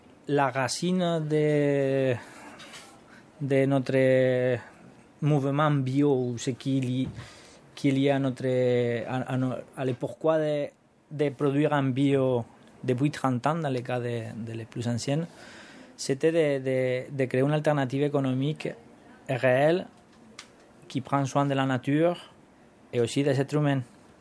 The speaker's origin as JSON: {"language": "French", "town": "Mula", "region": "Region of Murcia", "country": "Spain", "said": "Voilà, je suis de Mula, Murcia, en Espagne."}